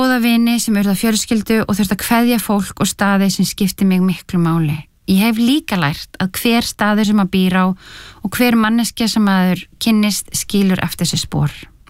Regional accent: Reykjavík, Capital Region, Iceland; also born or lived in Norway; Ég ólst upp í Reykjavík, ég hef ferðast heiminn, ég bjó í Noregi

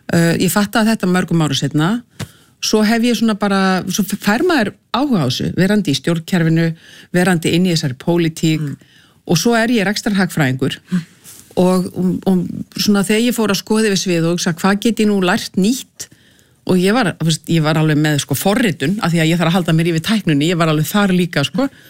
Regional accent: Reykjavík, Capital Region, Iceland; born or raised there

